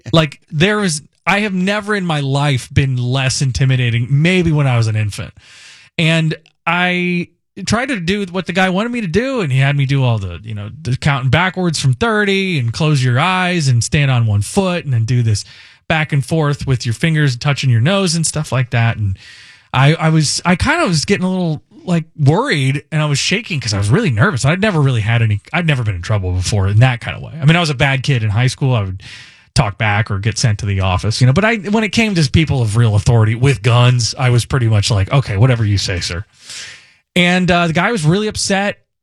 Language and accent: English; Indiana, United States; I grew up in Indiana.